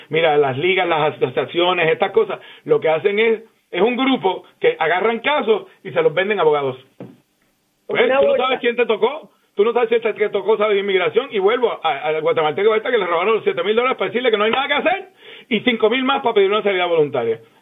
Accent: Puerto Rico; now in Houston, United States; Yo soy puertorriqueño.

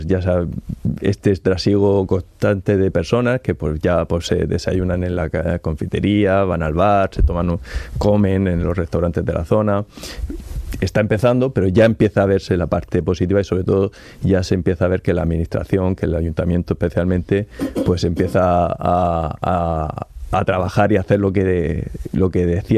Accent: Monteagudo, Region of Murcia, Spain; yo soy de allí, de Monteagudo, uh-huh, soy del pueblecito de La Cueva

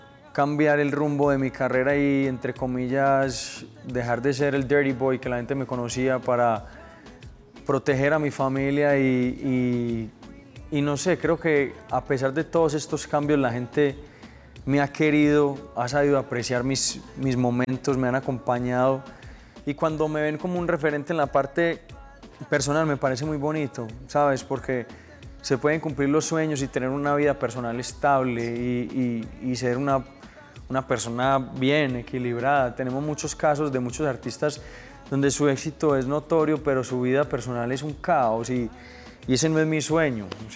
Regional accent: Medellín, Antioquia, Colombia; mi tierra, Medellín

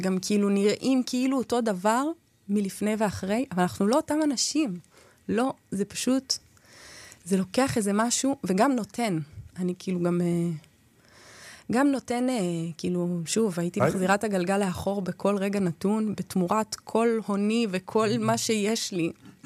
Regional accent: Jerusalem, Jerusalem District, Israel; now in Tel Aviv, Israel; אני ירושלמית לנצח

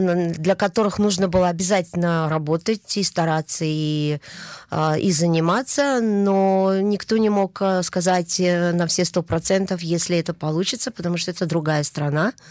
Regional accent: Saint Petersburg, Russia; moved away as an adult; also born or lived in Kuybyshev (Samara); now in Israel; Я родилась в Ленинграде

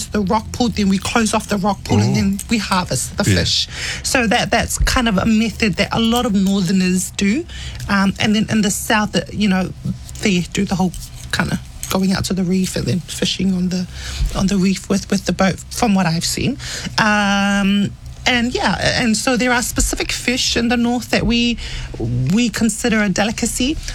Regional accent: Cook Islands; English is a second language; moved away; where I'm from Manaiki

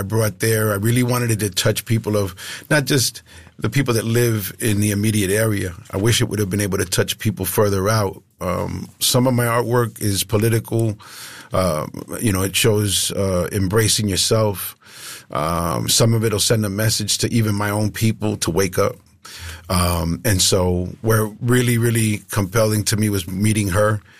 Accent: New York, United States; moved away; I'm a transplant from New York.

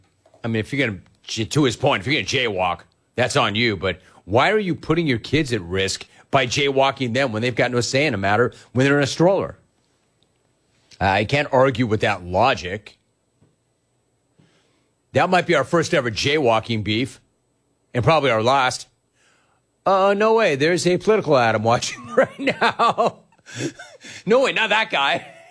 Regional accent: Los Angeles, California, United States; I grew up in Los Angeles.

